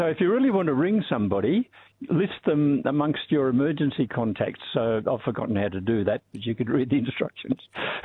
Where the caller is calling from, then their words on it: Golden Square, Victoria, Australia; From Golden Square.